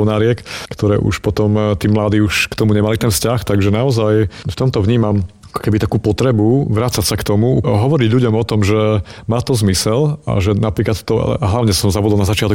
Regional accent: Košice, Košice Region, Slovakia; Ja som mal to šťastie ako Košičan, že som vtedy končil vysokú školu v Trnave, univerzitu na histórii

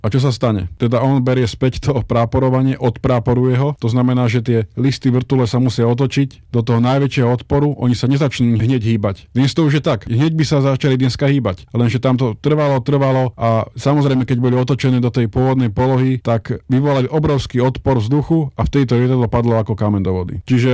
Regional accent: Bratislava, Bratislava Region, Slovakia; som naozaj celé detstvo počúval o tejto príhode ako Bratislavčan. Chodili sme sa kúpať na Zlaté piesky.

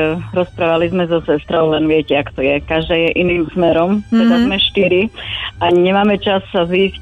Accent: Tichý Potok, Prešov Region, Slovakia; keď som bola ako dievča, tak sme nosili kroje u nás v Tichom potoku

